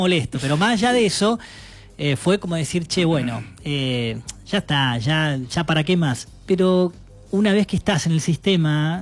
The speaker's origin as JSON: {"language": "Spanish", "town": "Doblas", "region": "La Pampa", "country": "Argentina", "also_born_or_lived": "Buenos Aires", "lives_now": "Santa Rosa, Argentina", "said": "soy de Doblas, soy de Doblas, claramente, pero no pensé que iba a forjarme acá."}